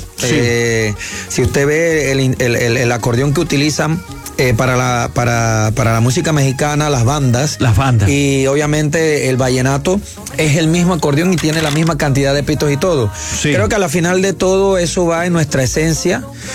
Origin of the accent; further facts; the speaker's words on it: Los Santos Province, Los Santos, Panama; eso está ubicado en la provincia de Los Santos, donde soy yo